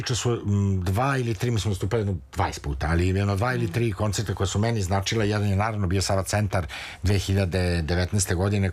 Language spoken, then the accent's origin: Serbian; Serbia; now in Barcelona, Spain; M5 je 4 Španaca, jedan Francuz, jedna Italijanka i ja sam iz Srbije.